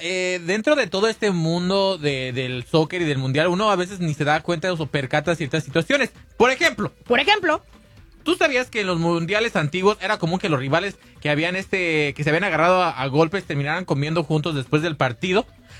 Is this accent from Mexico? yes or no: yes; Valle de Santiago, Guanajuato, Mexico; born there; En la Agonía de Mogotes, municipio de Valle de Santiago, Guanajuato, México.